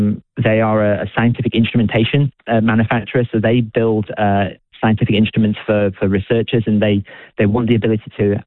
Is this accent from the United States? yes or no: no; United Kingdom; now in New Zealand; Obviously, you may be able to tell from my accent, I'm not originally from New Zealand, I'm originally from the UK.